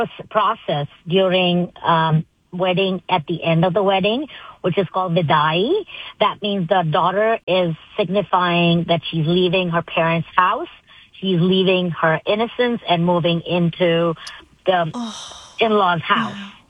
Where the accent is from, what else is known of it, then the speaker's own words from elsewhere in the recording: Mumbai, Maharashtra, India; Yeah, I am actually born and raised in Mumbai, India.